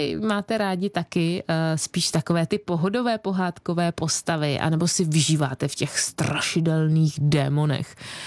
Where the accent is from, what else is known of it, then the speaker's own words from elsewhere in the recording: Rakovník, Central Bohemian Region, Czechia; jsem z Rakovníka